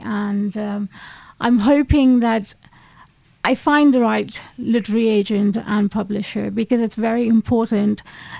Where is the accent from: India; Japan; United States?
India; Mumbai, Maharashtra; now in London, United Kingdom; I am from Mumbai, India.